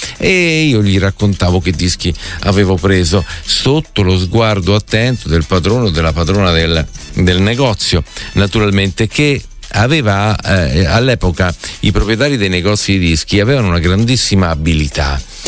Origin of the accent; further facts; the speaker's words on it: Milan, Lombardy, Italy; da milanese puro sangue